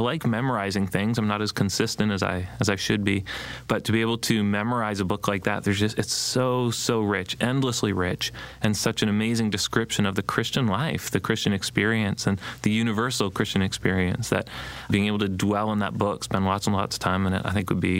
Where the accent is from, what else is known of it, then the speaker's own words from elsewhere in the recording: Canada; Being Canadian